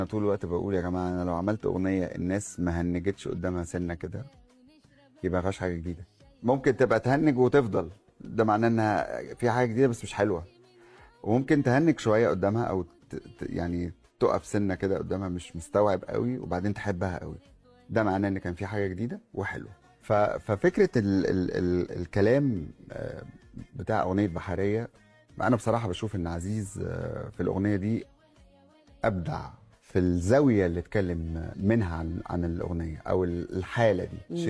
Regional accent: Egypt; انا وشيرين مصريين

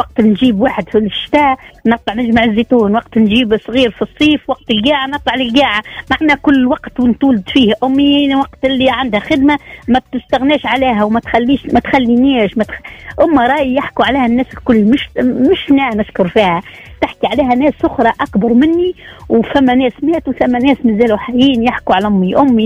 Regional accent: Ouled Haffouz, Sidi Bouzid, Tunisia; من ولاد حفوظ

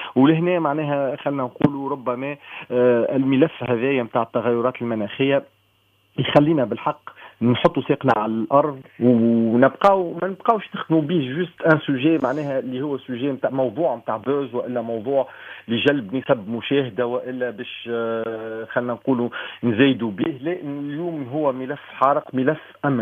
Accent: Tunisia; احنا كدولة تونسية

